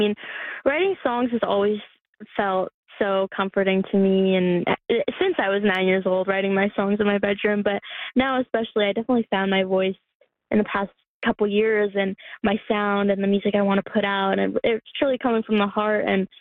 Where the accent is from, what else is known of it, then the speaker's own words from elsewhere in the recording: Newfoundland and Labrador, Canada; I just felt so much love for my home province and my hometown.